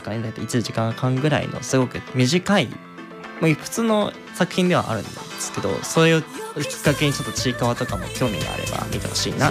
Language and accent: Japanese; Shiga, Japan; 近くの、まあ、地元だ、滋賀県の方ですね。そこら辺が地元で